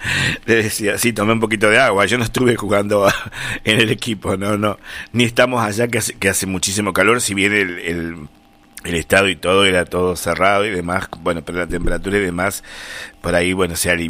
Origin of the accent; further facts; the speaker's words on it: Argentina; somos argentinos